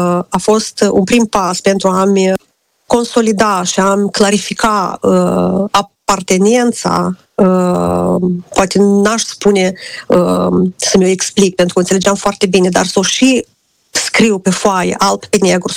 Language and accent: Romanian; Moldova; noi suntem scriitori români din Republica Moldova.